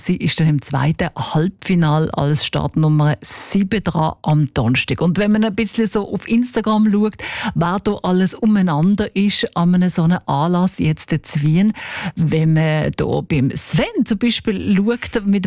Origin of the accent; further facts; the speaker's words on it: Basel, Basel-Stadt, Switzerland; Ich natürlich auch als Baslerin